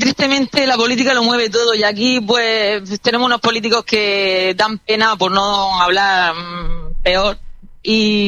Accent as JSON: {"language": "Spanish", "town": "Murcia", "region": "Region of Murcia", "country": "Spain", "tie": "born there", "also_born_or_lived": "Asturias", "said": "mi hermana nació en Asturias, pero yo nací en Murcia. Sí, yo ya soy... Todos los veranos siempre lo he pasado allí, en Asturias."}